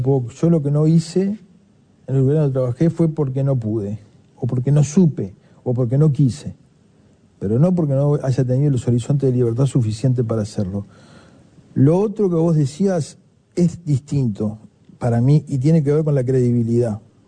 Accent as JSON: {"language": "Spanish", "country": "Uruguay", "said": "Somos los uruguayos que tenemos un problema con la libertad."}